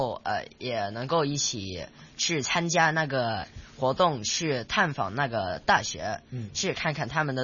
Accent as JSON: {"language": "Chinese", "country": "Hong Kong", "said": "我们香港人说广东话"}